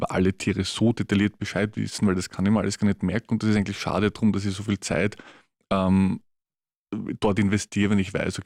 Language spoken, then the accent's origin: German; Loretto, Burgenland, Austria; also born or lived in Mödling; Genau, also wir sind geboren eigentlich in Mödling, dann mit Umzug zu Eskompoltkirchen, dann nach, also das Haus steht irgendwo in Loretto, gehört aber eigentlich zu Leiterbodersdorf.